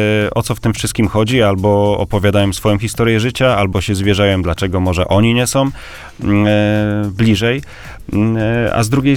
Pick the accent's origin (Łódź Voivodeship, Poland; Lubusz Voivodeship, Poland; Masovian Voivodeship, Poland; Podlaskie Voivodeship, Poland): Lubusz Voivodeship, Poland; Zielona Góra; ja pochodzę z Zielonej Góry, także wiadomo. Przesiedleńcy